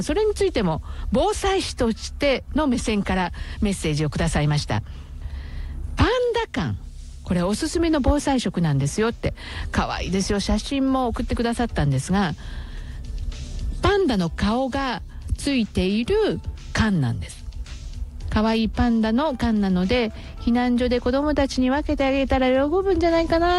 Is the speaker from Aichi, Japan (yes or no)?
yes; Okazaki, Aichi, Japan; born there; 私はあの矢作中学校出身なので、